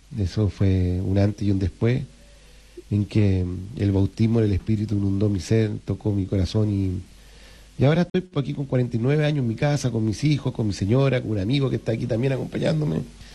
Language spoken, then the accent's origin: Spanish; Valparaíso, Chile; Yo soy de Valparaíso, del puerto de acá de Valparaíso, aquí en la quinta región de Chile.